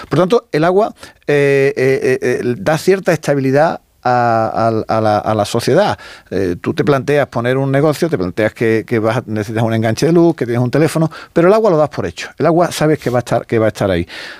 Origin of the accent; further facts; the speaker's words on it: Spain; Pero sí deberíamos conocer el valor del agua, porque lo que sí hacemos bien los españoles es, cuando nos dan una nota de que hay que ahorrar agua y tal, hacerlo.